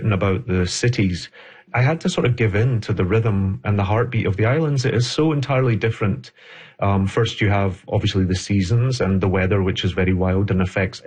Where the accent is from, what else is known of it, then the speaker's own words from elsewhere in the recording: Scotland, United Kingdom; a child growing up in Scotland where he's facing a lot of shame and, you know, there is poverty and addiction and sexuality issues. And I think so much of it was drawn from my own childhood.